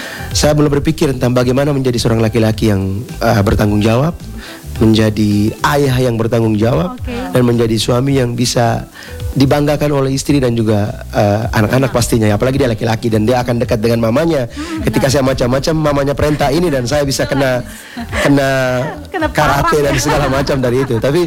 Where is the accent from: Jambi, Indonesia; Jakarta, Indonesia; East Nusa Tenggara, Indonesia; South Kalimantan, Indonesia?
East Nusa Tenggara, Indonesia; Larantuka; born there; kita lahir di Larantuka